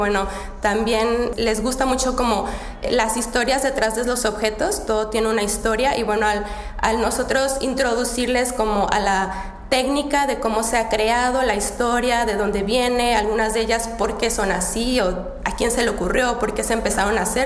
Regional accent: Mexico; también en especial cuando saben que soy mexicana

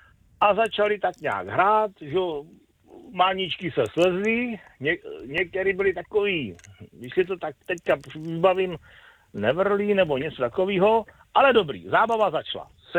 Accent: Pardubice Region, Czechia; Já pocházím z Pardubicka, kde jsme vymetali Big Beaty, na klasických adresách jako Újezd u Přelouče, Semín, Strášov, Valí.

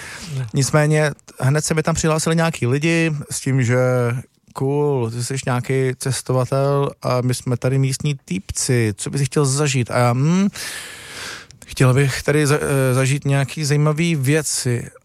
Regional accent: Bohemia, Czechia; now in Greenland; A oni, a odkud teda seš? No, tak jsem z Čech.

